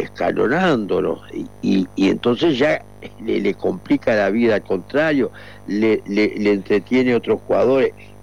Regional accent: Florida, Uruguay; digo yo que soy de Florida

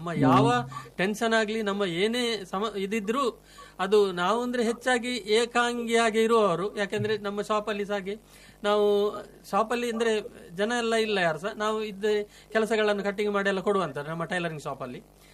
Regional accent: Karnataka, India; now in Mangalore, India; ನಮ್ಮದು ಕಲಂಬಾಡಿ ಅಂತ ಹೇಳಿದ್ರೆ ಇದು ಉಡುಪಿ ರೂಟ್, ಕಾರ್ಕಳದಿಂದ ಉಡುಪಿಗೆ ಹೋಗೋ ಅತ್ತೂರು ಬರುತ್ತಲ್ಲ ಅಲ್ಲಿ. ಎಂಟು ಕಿಲೋಮೀಟರ್ ಉಂಟು, ಕರೆಕ್ಟ್ ಕರೆಕ್ಟ್ ಕರೆಕ್ಟ್. ನಾವು ಹೈಸ್ಕೂಲ್ ಎಲ್ಲ ಅಲ್ಲೇ ಮಾಡಿದವರು ಹಾಗೆ.

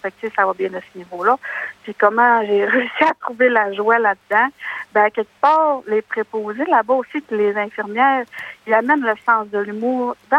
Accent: Alma, Quebec, Canada; Alors, moi, je suis d'Alma. Je crois que je suis un peu plus jeune que la majorité de vos auditeurs.

